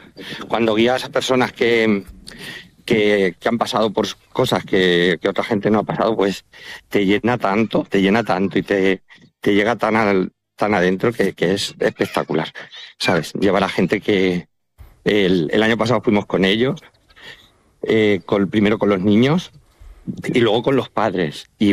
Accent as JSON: {"language": "Spanish", "town": "Santa Cruz de los Cáñamos", "region": "Castilla-La Mancha", "country": "Spain", "lives_now": "Albacete, Spain", "said": "Yo soy de Ciudad Real, de un pueblo que se llama Santa Cruz de los Cáñamos, pero vivo en Albacete."}